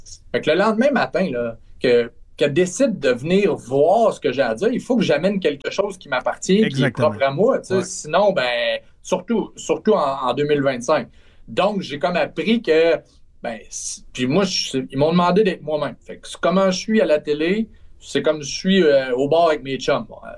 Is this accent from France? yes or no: no; Trois-Rivières, Quebec, Canada; Le plus absurde là-dedans, c'est que je viens de Trois-Rivières. Je suis directement dans le milieu.